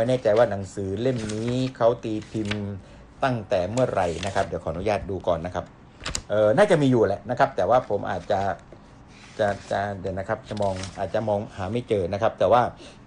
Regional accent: Nakhon Si Thammarat, Thailand; now in Bangkok, Thailand; ผมเองก็เป็นคนที่เกิดที่จังหวัดนครศรีธรรมราช

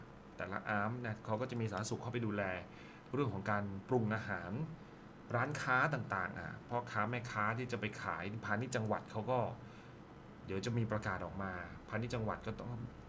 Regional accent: Phuket, Thailand; เราเป็นคนพื้นถิ่นเราเป็นคนปุนเตเราเป็นคนภูเก็ตนะครับ

